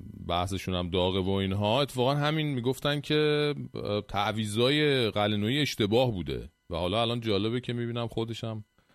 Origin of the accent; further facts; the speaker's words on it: Iran; میگم شاید به خاطر اینکه ما ایرانی هستیم